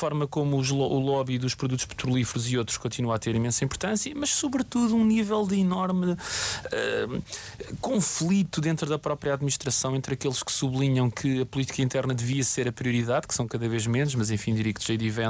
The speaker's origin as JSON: {"language": "Portuguese", "country": "Portugal"}